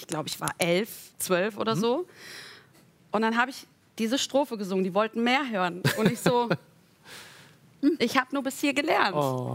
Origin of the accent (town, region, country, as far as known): North Rhine-Westphalia, Germany